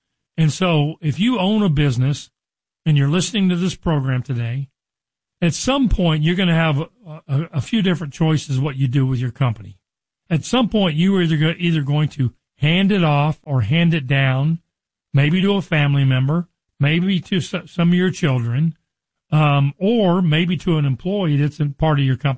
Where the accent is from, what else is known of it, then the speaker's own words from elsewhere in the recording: Richardson, Texas, United States; I grew up in Richardson, which is a suburb of Dallas. I know the North Texas market